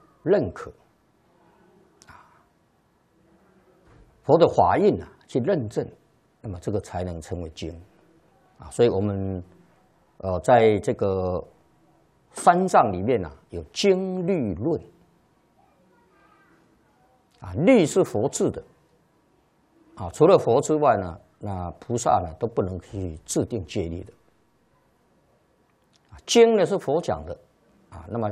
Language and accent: Chinese; China; 经这个字也是我们中国人对圣人讲的言语